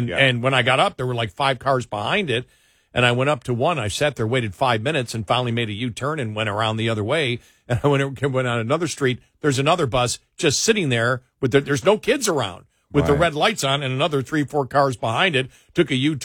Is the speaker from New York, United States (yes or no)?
yes; New York, United States; And I come from New York, Western New York. And in Western New York, school begins after Labor Day.